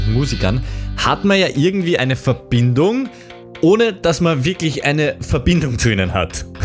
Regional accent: Lower Austria, Austria; auf den zweiten Blick komme ich aus dem Nachbardorf von Tina Naderer. Tina Naderer, die kommt nämlich aus Ebergassing und das ist genau mit dem Auto 10 Minuten von mir entfernt

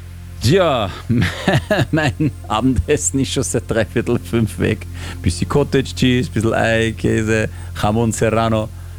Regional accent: Italy; Vor allem nicht warum, als Italiener, aber trotzdem Moussaka, weiß nicht.

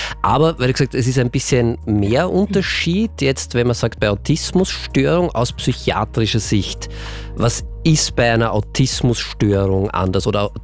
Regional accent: Austria

